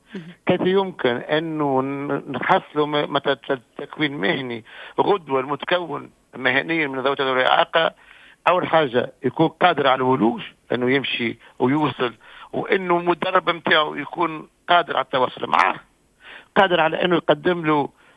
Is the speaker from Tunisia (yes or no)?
yes; Tunisia; عندنا في تونس